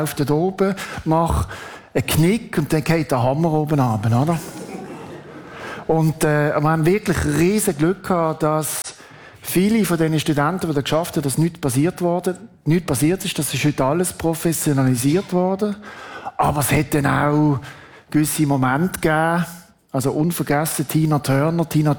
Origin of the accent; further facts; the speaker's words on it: Basel, Basel-Stadt, Switzerland; ich bin in Basel aufgewachsen.